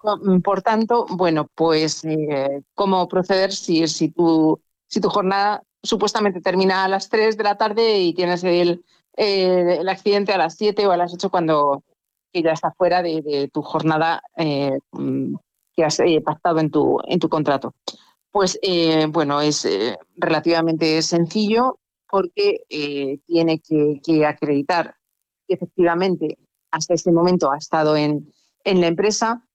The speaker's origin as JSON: {"language": "Spanish", "town": "Garrucha", "region": "Andalusia", "country": "Spain", "tie": "born or raised there", "moved": "yes", "said": "estar en mi pueblo, que como sabéis es Garrucha, sí, en Almería."}